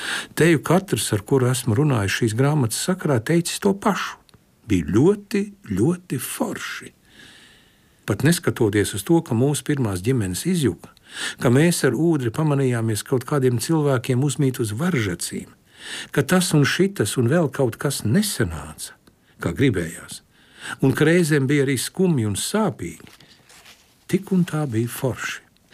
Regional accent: Riga, Latvia; Gandrīz, kā manā bērnībā Brassā.

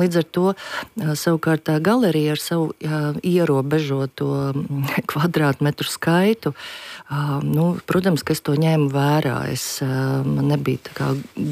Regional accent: Jēkabpils Municipality, Latvia; Es pati nāku no Vilku kroga, un man apkārt ir Antūži un Lēmeņi un Zasa un ļoti, ļoti īpašas vietas

